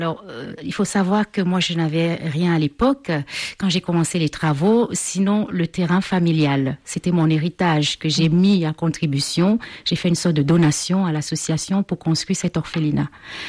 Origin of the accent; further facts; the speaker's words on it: Cameroon; retour aux sources, il y a de cela 15 ans, au Cameroun, dans mon pays d'origine.